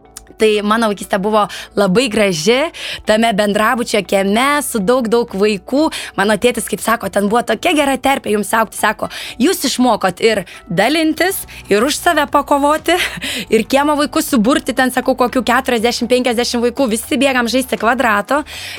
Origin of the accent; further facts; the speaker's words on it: Panevėžys, Panevėžys County, Lithuania; moved away; aš augau Staniūnų gatvėje ir aš augau tame buvusiame bendrabutyje.